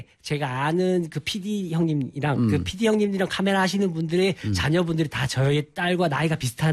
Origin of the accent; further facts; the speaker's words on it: Daegu, South Korea; 네, 고향은 대구입니다, 저도.